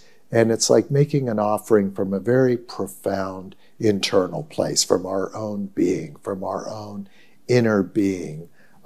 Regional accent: Pennsylvania, United States; I grew up in Pennsylvania, as Catherine mentioned.

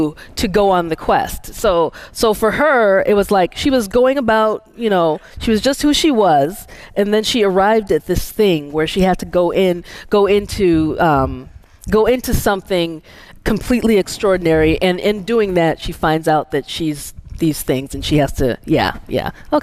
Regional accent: Illinois, United States; being Nigerian American.

